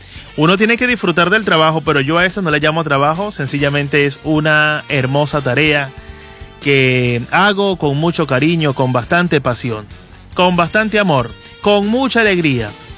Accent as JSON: {"language": "Spanish", "country": "Venezuela"}